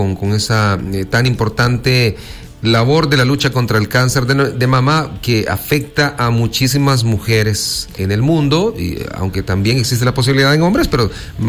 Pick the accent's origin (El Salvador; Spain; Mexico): El Salvador